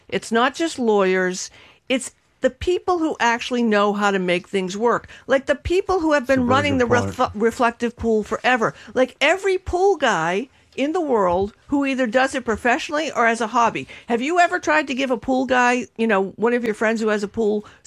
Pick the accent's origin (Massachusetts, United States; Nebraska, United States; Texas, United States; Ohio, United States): Massachusetts, United States; Revere; growing up in Revere, and because we were next to the train tracks and there were all this Massport, occasionally we would get money to upgrade our little shack that we lived